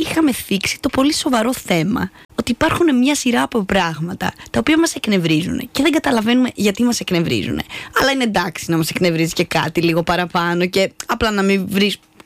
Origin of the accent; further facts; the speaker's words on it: Panorama, Central Macedonia, Greece; κοντά στο σπίτι μου, εκεί που μεγάλωσα, στο πανόραμα Θεσσαλονίκης